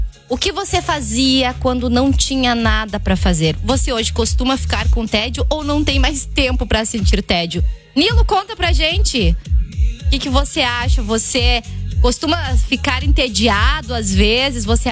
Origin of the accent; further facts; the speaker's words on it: Rio Grande do Sul, Brazil; lá no Rio Grande do Sul, como eu sou gaúcha